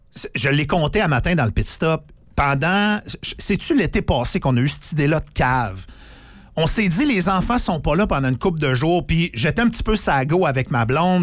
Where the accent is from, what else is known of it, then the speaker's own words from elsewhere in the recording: Saguenay, Quebec, Canada; accent: Saguenay; J'ai repris mon accent du Saguenay.